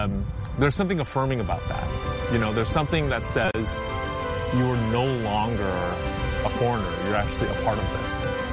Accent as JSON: {"language": "English", "region": "California", "country": "United States", "said": "I am a cartoonist, and I'm from the San Francisco Bay Area."}